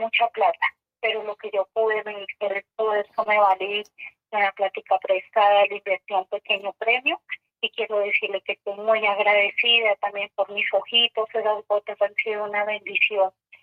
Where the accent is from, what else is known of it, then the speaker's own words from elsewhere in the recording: Boyacá, Colombia; now in Bogotá, Colombia; yo lo llamo por acá desde Paraíso, acá en Bogotá. Llegué ya hace muchos años, yo soy comencé boyacense, pero llevo muchos años viviendo acá